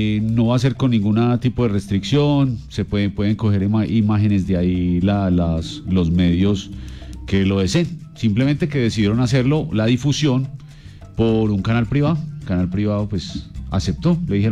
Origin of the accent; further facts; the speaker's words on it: Colombia; nos va bien a todos como colombianos.